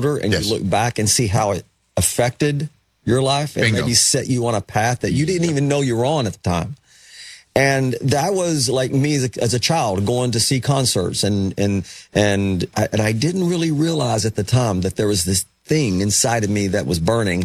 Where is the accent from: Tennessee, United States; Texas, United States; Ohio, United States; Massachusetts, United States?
Tennessee, United States; And that was me growing up in East Tennessee.